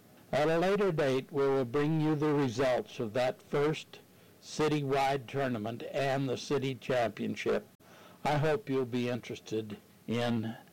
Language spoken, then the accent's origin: English; Upper Snake River Valley, Idaho, United States; now in Bear Lake Valley, United States; I wasn't living here in the Bear Lake Valley then, but competitions were held in my hometown in the Upper Snake River Valley